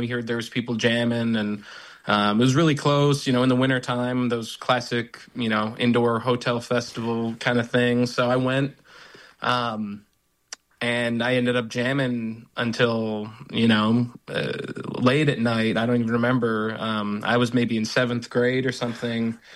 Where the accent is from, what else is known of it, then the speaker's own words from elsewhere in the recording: Plymouth, Minnesota, United States; moved away; Well, I'm from Minnesota originally, right around the Twin Cities, St. Paul, Minneapolis. I grew up in a suburb called Plymouth.